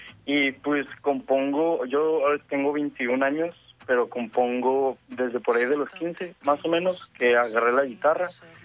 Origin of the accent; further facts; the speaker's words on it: Ciudad del Carmen, Campeche, Mexico; now in Mérida, Mexico; Soy de Ciudad del Carmen, viví ahí 18 años de mi vida, estuve un buen rato ahí, ahorita estoy en Mérida